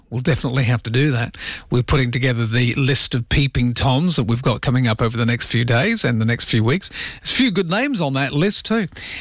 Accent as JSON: {"language": "English", "region": "England", "country": "United Kingdom", "said": "Hang on a second. I'm English. Are you calling me a lawbreaker?"}